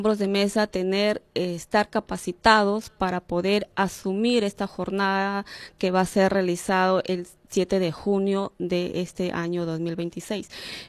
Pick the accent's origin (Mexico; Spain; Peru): Peru